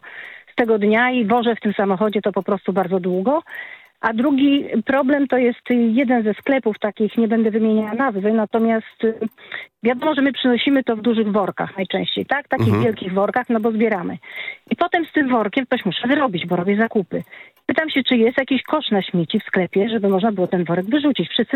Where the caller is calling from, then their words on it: Masovian Voivodeship, Poland; mieszkam pod Warszawą